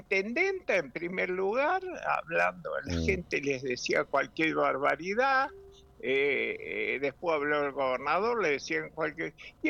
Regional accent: Argentina; born there; yo soy nacido en este pueblo.

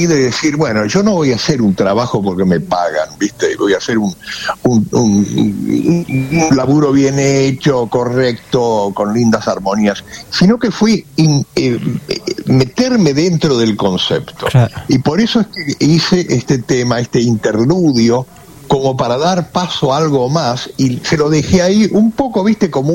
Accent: Buenos Aires, Argentina; born there; No soy tanguero, lo que pasa es que como nací en Buenos Aires

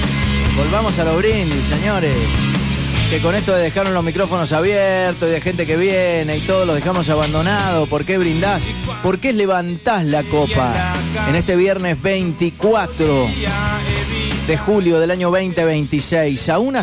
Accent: San Rafael, Mendoza, Argentina; Yo vengo de San Rafael, ya tengo 6 mudanzas, es la primera mudanza acá en Alvear.

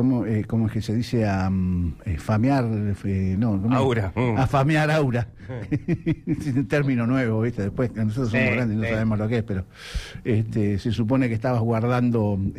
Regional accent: Argentina; a los que somos malvineros y a todos los argentinos que amamos la patria

